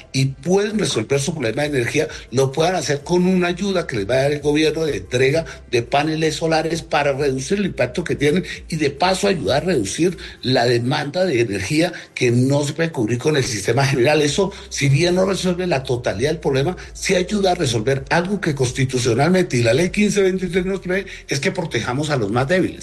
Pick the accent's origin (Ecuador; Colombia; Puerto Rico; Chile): Colombia; es que como colombianos hacer una veeduría